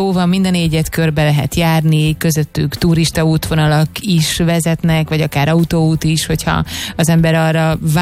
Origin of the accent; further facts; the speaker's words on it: Pécs, Baranya, Hungary; Pécs környékén nevelkedtem, Pécsen is többek között